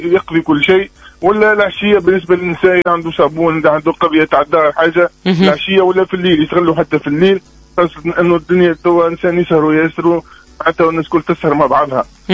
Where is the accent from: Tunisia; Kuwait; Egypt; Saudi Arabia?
Tunisia; southern Tunisia; احنا عندنا في الجنوب زون معناتها كوتير كبيرة من بلقردان الجرديس الجربة